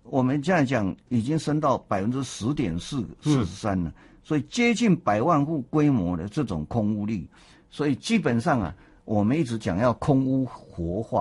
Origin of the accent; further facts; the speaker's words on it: Taiwan; 我们台湾人，我们一定会变成说，我买房子我就买新屋